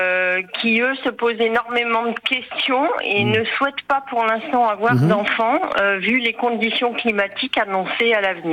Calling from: Nantes, Pays de la Loire, France; Je suis de Nantes

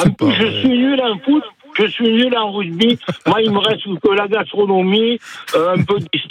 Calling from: Salon-de-Provence, Provence-Alpes-Côte d'Azur, France; j'habite à Salon.

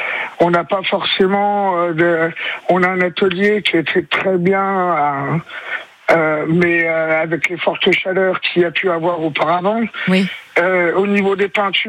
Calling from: Ladoix-Serrigny, Bourgogne-Franche-Comté, France; j'habite à Douai-Sérigny.

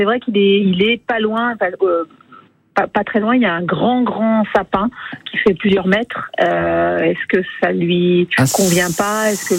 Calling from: La Ravoire, Auvergne-Rhône-Alpes, France; J'habite à la Ravoire.

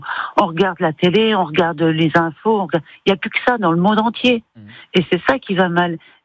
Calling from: Vittel, Grand Est, France; Je suis de Vittel, oui.

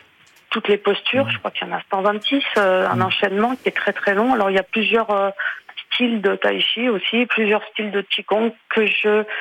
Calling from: Baillargues, Occitanie, France; De Bayargues, un petit village près de Montpellier.

